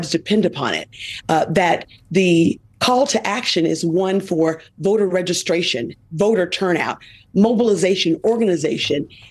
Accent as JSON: {"language": "English", "town": "Selma", "region": "Alabama", "country": "United States", "tie": "born or raised there", "said": "I represent Alabama's civil rights district, historic cities of Birmingham, Tuscaloosa, my hometown of Selma."}